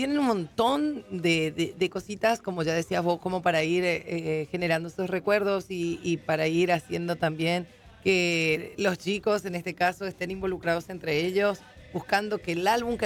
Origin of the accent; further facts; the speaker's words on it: Paraguay; dándonos un montón de chances de sentirnos más paraguayos que nunca.